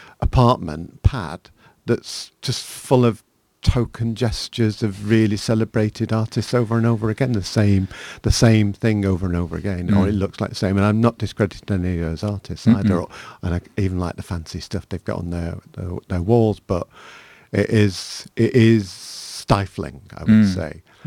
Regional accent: Manchester, North West England, United Kingdom; moved away; where I grew up in Manchester, in Harper Hay.

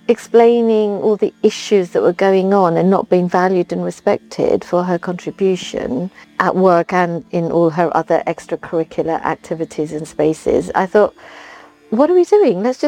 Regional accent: London, United Kingdom; I grew up in London, very mixed, what we describe as a multicultural society then.

